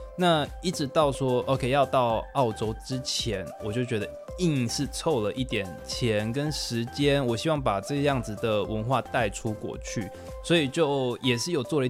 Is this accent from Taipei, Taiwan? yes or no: yes; Taipei, Taiwan; born there; also born or lived in Changhua, Taiwan; 后来到了学龄之后，就到了台北，就跟我爸妈一起生活。